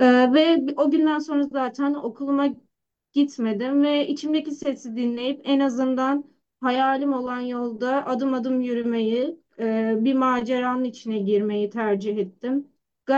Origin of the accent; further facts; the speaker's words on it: Adana, Turkey; Ben Adanalıyım ve doğayla kurduğum ilişki sürekli yazlara yaylaya gitmemizden dolayı yıllardır var, çok küçüklükten beri.